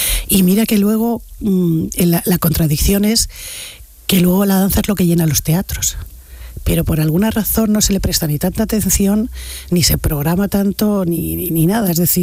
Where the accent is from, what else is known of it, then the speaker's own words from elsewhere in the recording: Barcelona, Catalonia, Spain; born there; las cuatro primeras nacimos en Barcelona